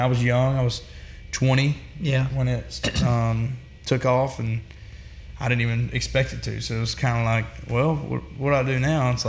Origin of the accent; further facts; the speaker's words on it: Lexington, North Carolina, United States; moved away as an adult; now in Nashville, United States; I'm from Lexington, North Carolina originally, but I signed a record deal and moved to Nashville, Tennessee probably about a year and a half ago, maybe a little over.